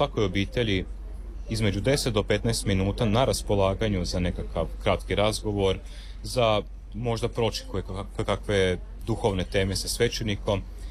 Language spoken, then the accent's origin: Croatian; Croatia; now in Adelaide, Australia; Redovni blagoslov kuća se obavlja otprilike u istome terminu kada je kod nas u Hrvatskoj